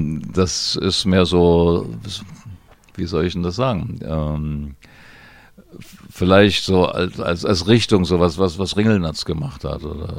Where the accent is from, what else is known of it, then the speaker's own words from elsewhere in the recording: Radebeul, Saxony, Germany; ich bin ja in Radebeul groß geworden